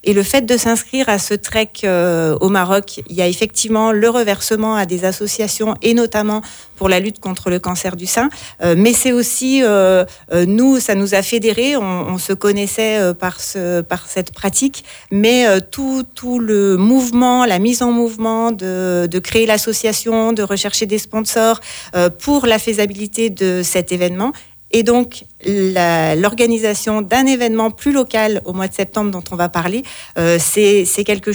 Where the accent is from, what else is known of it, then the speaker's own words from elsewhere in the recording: Saint-Genest-Malifaux, Auvergne-Rhône-Alpes, France; on est originaire de Saint-Genès-Malifaux.